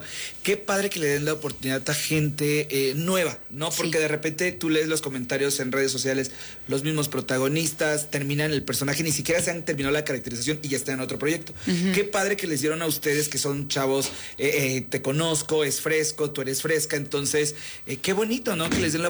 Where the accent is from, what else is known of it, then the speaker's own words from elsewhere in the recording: Mexico; tono mexicano que los que somos mexicanos.